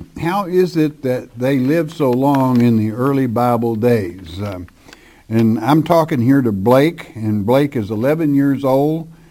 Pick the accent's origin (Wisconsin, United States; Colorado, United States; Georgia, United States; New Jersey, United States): Colorado, United States; I am from Colorado.